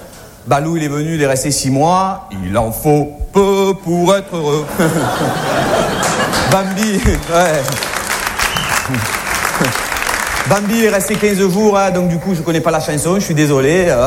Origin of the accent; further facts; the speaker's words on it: France; on leur a dit « Oui, on va vous faire la cuisine, on est français, vous inquiétez pas, laissez-nous faire, tout ça.